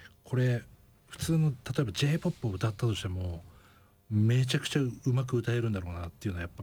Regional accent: Niigata, Japan; 僕新潟出身なんですけど

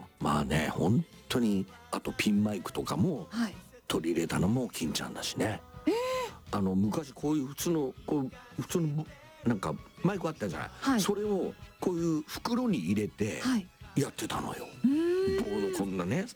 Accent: Takamatsu, Kagawa, Japan; moved away; 俺帰ったら、はい、まあもう今は母ちゃんが死んじゃって、帰る家もないので高松入ることはもうなくなっちゃった

